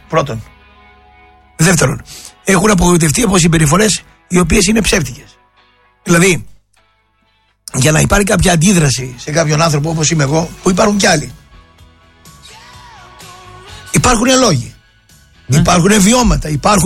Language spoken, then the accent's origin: Greek; Thessaloniki, Central Macedonia, Greece; Εγώ μεγάλωσα στην Τούμπα με τους αλυταράδες εκεί, τους παοξίδες και τους αργιανούς και με τον πατέρα μου τον γορίλα.